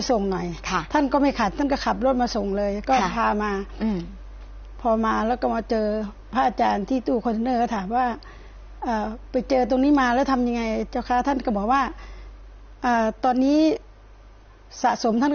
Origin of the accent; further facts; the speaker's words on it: Nong Han, Udon Thani, Thailand; บ้านเกิดอยู่จังหวัดอุดรธานีค่ะ